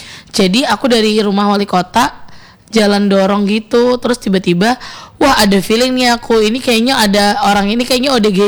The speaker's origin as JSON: {"language": "Indonesian", "town": "Samarinda", "region": "East Kalimantan", "country": "Indonesia", "said": "kita orang Samarinda ini"}